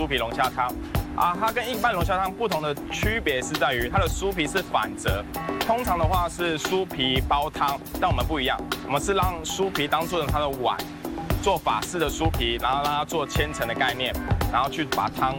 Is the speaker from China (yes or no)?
no; Taiwan; 我是台湾。